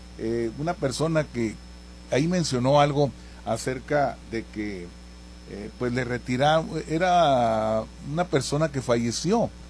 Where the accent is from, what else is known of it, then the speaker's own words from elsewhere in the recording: Mexico; esa convicción de que somos mexicanos y esa situación de amor a la patria